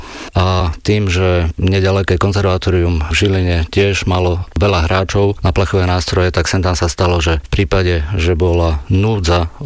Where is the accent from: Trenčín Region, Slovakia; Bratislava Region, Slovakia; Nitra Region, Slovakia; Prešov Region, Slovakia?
Trenčín Region, Slovakia; Považská Bystrica; Pochádzam z Považskej Bystrice, kde som začal chodiť do základnej umeleckej školy.